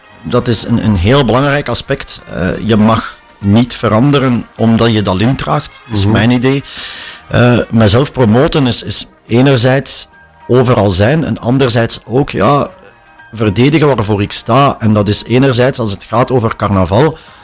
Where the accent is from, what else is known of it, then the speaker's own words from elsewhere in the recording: Aalst, Flanders, Belgium; Ik ben van principe als Aalstenaar, gebruik de gsm enkel in nood voor iemand te bellen, maar laat die voor de rest zitten.